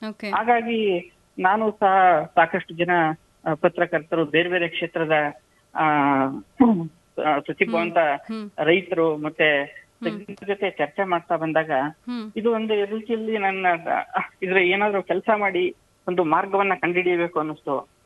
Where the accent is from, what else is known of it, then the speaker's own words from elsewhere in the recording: Chamarajanagar district, Karnataka, India; ಈಗ ಉದಾಹರಣೆ ನಮ್ಮ ಚಾಮರಾಜನಗರ ಜಿಲ್ಲೆಯಲ್ಲಿ